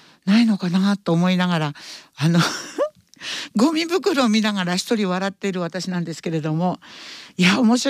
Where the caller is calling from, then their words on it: Kanazawa, Ishikawa, Japan; 金沢市、私は金沢市なんですけど